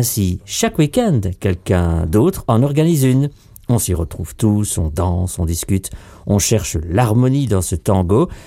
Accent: Bratislava, Bratislava Region, Slovakia; born or raised there

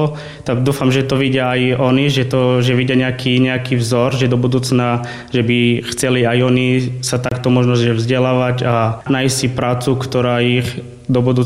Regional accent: Vítkovce, Košice Region, Slovakia; pochádzam z Vitkoviec

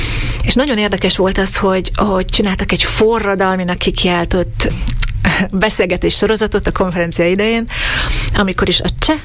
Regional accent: Slovakia; szlovákiai magyarként nekem döbbenetes volt, hogy a magyar téma teljesen kimaradt az egész diskurzusból.

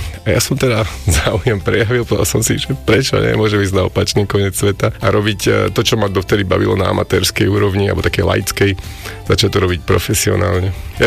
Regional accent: Spišská Nová Ves, Košice Region, Slovakia; born there; moved away as an adult; also born or lived in Brno / Australia; a narodil som sa v Spiskej Novej Vsi.

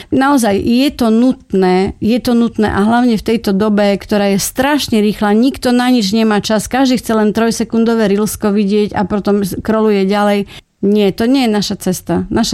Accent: Košice, Košice Region, Slovakia; Ja sa hanbím za to, že som Košičanka

